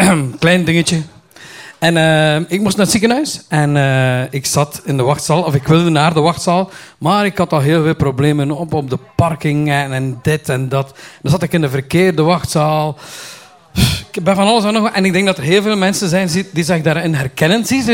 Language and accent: Dutch; Kortemark, West Flanders, Belgium; Ik ben een echte West-Vlaming.